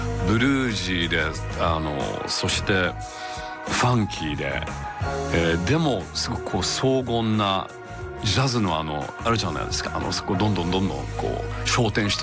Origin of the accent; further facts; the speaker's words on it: Tokyo, Japan; 渋谷っ子、渋谷で育ったんで、原宿と渋谷が本当にホームグラウンドだったんですけれども